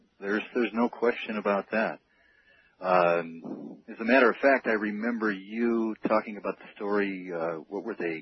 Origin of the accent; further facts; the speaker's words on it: Canada; Well, I'm Canadian French.